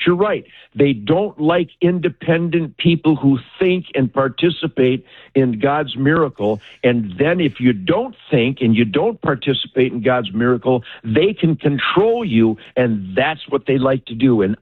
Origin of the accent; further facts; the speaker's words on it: Detroit, Michigan, United States; I was born in Detroit, but the Rouge River flowed through my neighborhood right across the street